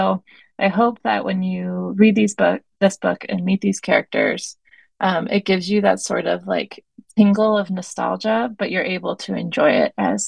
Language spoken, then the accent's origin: English; Baltimore, Maryland, United States; I'm born and raised in Baltimore.